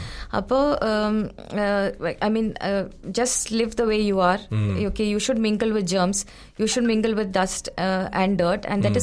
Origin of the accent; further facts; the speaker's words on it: Kozhikode, Kerala, India; Kozhikode.